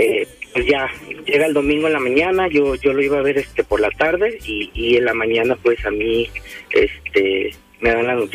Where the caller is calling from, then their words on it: Tonalá, Jalisco, Mexico; De aquí de Tonalá.